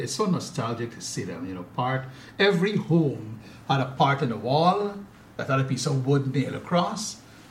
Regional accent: Craig, Demerara-Mahaica, Guyana; where I grew up in Craig

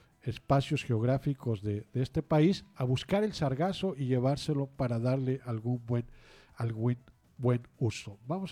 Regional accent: Mexico; Los mexicanos le hallamos a todo

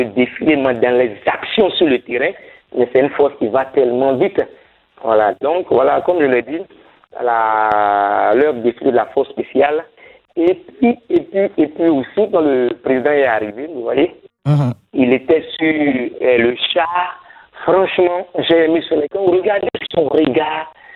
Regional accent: Abidjan, Côte d’Ivoire; je suis fils de Yopougon. Yopougon m'a vu grandir et depuis 1975.

